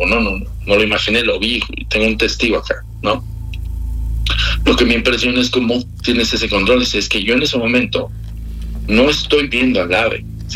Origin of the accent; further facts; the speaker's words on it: Mexico; Yo para mí, yo jamás, es más, ni siendo mexicano, soy así como, claro, idiático.